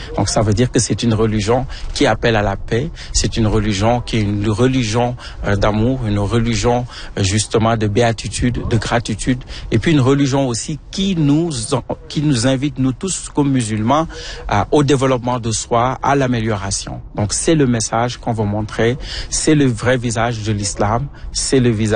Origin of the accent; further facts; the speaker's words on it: Senegal; moved away; moi, je suis originaire du Sénégal.